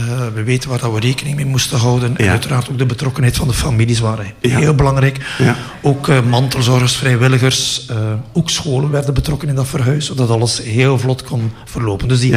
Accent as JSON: {"language": "Dutch", "town": "Bruges", "region": "Flanders", "country": "Belgium", "also_born_or_lived": "Lendelede / Wingene", "said": "ik ben een Bruggeling"}